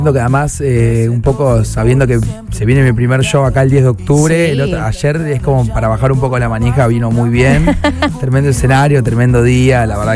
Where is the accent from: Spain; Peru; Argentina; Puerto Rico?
Argentina; Buenos Aires; yo soy de Buenos Aires y los primeros shows fueron ahí.